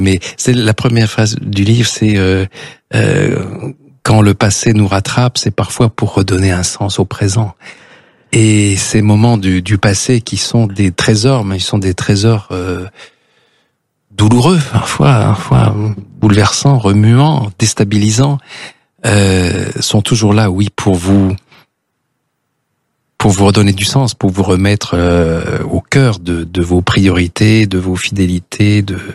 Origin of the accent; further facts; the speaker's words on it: Nice, Provence-Alpes-Côte d'Azur, France; au salon du livre de Nice, en fait, c'était là que se donnait le prix, dans ma ville natale